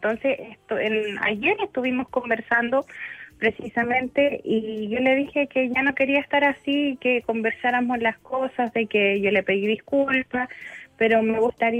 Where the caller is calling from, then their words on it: Pudahuel, Santiago Metropolitan Region, Chile; Bueno, yo lo estoy llamando de Pudahuel.